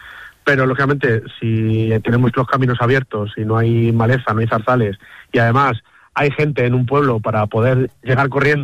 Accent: Madrid, Community of Madrid, Spain; born there; mi padre nació en el pueblo y yo soy de esa generación de hijos del éxodo rural, que nací en Madrid y que hace casi ya 10 años decidí volver junto a mi mujer

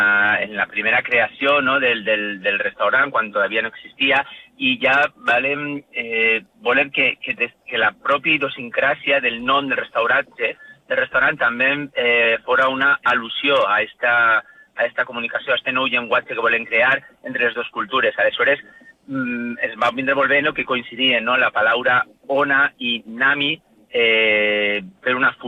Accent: Valencian Community, Spain; Jo soc de la terreta, sí, en valencià està perfecte.

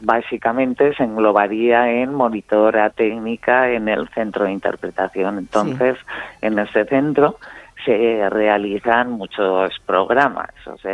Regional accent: Sariñena, Aragon, Spain; Y nada, soy de aquí de Sariñena

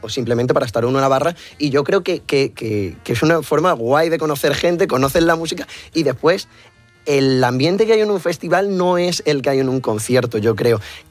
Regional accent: Málaga, Andalusia, Spain; Yo soy de Málaga

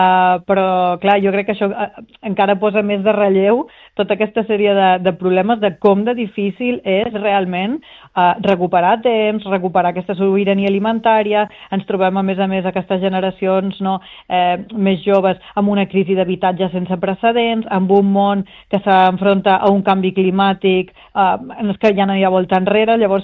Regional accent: Ibiza, Balearic Islands, Spain; a una illa petita, jo soc d'Eivissa

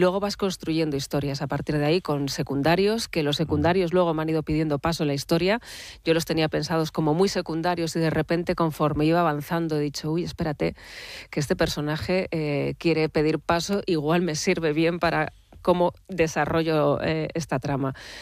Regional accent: Pamplona, Navarre, Spain; also born or lived in Falces; al pueblo de mi padre, a Falces, a mi tierra, a Navarra, a Pamplona.

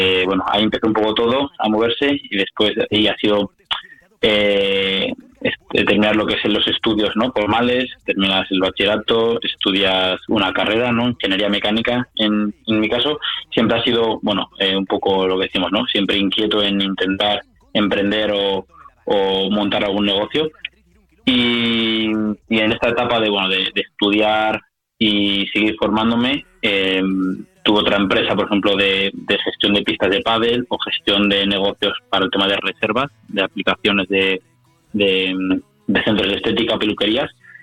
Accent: Lodoso, Castile and León, Spain; esto surge el verano pasado en mi pueblo, en Lodoso. Ahí hay un observatorio astronómico y fui una noche de verano con mi madre a ver a mi abuela, que vive allí

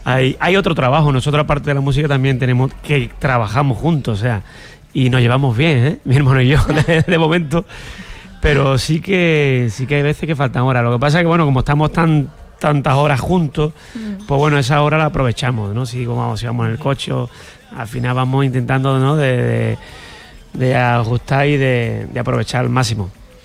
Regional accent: Málaga, Andalusia, Spain; Nosotros sabes que somos malagueños por bandera y allá por donde vamos, que afortunadamente cada día salimos más de Andalucía incluso, pues siempre nuestra Málaga es nuestra Málaga.

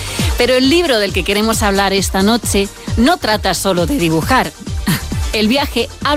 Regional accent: Valencian Community, Spain

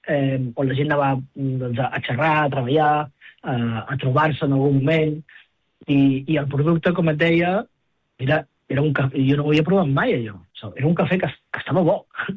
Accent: Barcelona, Catalonia, Spain; moved away as an adult; also born or lived in London; aquí a Barcelona, a casa nostra

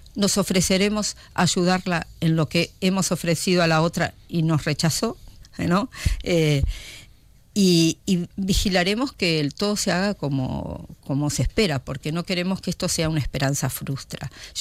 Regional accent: Argentina; now in Spain; yo como argentina, viví cuando tenía 22 años y estaba en quinto año de medicina, la guerra de las Malvinas.

